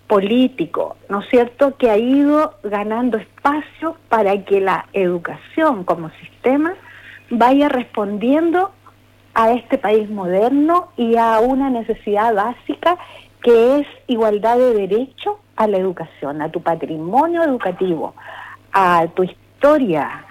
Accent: Chile

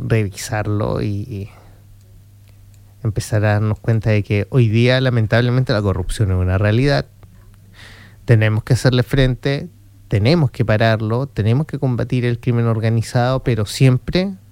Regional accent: Chile

